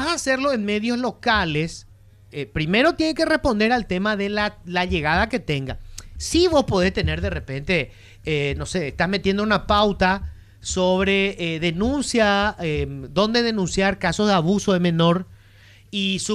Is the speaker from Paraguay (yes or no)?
yes; Paraguay; Somos paraguayos, somos gigantes.